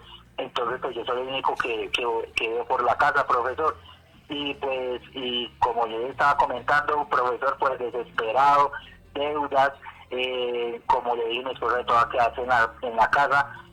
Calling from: Santa Rosa de Osos, Antioquia, Colombia; De aquí, de Santa Rosa de Osos.

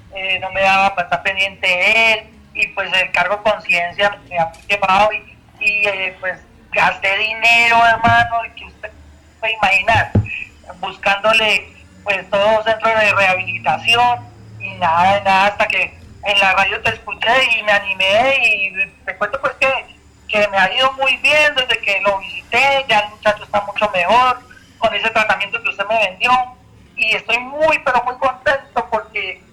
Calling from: Medellín, Antioquia, Colombia; Llamando acá de Manrique.

